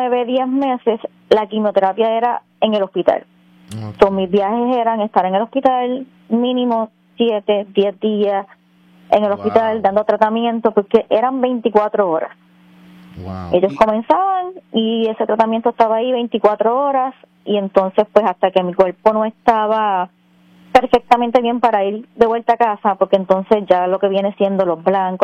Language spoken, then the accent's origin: Spanish; Aguada, Puerto Rico; es de Aguada.